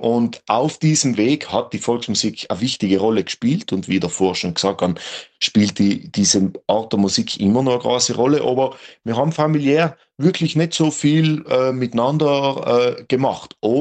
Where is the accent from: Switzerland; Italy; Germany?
Italy; Klobenstein, Trentino-Alto Adige; accent: South Tyrolean; Ja, der Dialekt kommt aus Südtirol. Ich bin ein gebürtiger Rittner, das ist ein bisschen oberhalb von Bozen, genauer gesagt in Klobenstein bin ich wohnhaft, dort geboren.